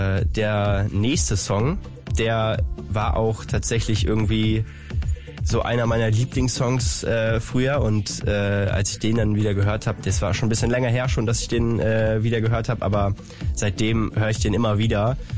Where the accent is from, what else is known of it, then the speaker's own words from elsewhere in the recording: Kleinmachnow, Brandenburg, Germany; moved away as an adult; now in Berlin, Germany; Also ich bin ja irgendwie ja in Kleinmachnow groß geworden